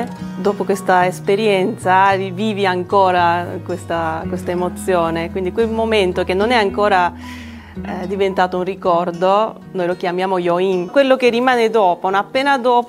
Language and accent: Italian; Japan; Italian is a second language; moved away as an adult; now in Italy; vengo dal Giappone e vivo in Italia da 15 anni.